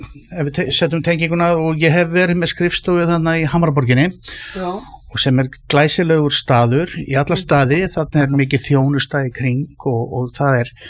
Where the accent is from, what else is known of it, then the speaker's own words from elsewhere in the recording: Kópavogur, Capital Region, Iceland; ég er Kópavogsbúi og hérna var í MK á sínu tíma